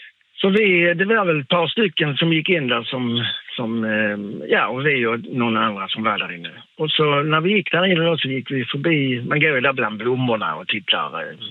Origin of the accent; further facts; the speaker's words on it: Malmö, Skåne, Sweden; Ja, men vi bor i en stuga här på Öland. Jaha, var kommer ni med? Ja, vi är från Malmö, sa jag.